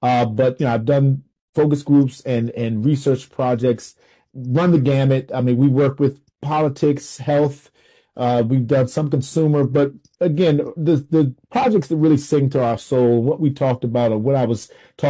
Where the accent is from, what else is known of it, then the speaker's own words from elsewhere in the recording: Washington, District of Columbia, United States; No, sir. I'm here from your nation's capital. I'm from Washington, D.C.